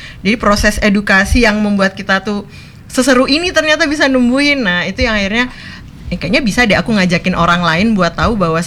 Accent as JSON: {"language": "Indonesian", "town": "Kebumen", "region": "Central Java", "country": "Indonesia", "lives_now": "Lembang, Indonesia", "said": "Ya, sebenarnya saya orang Jawa Tengah."}